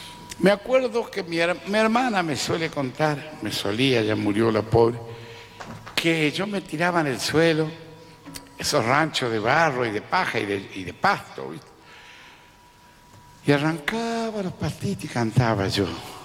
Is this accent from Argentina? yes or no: yes; Santa Fe, Argentina; yo, como les dije, nací en el Chaco, en el monte, Chaco santafesino, la zona de Intillaco, Guasuncho, cerca la zona de donde es Batistuta de Reconquista, para ese lado, pero para el lado de los montes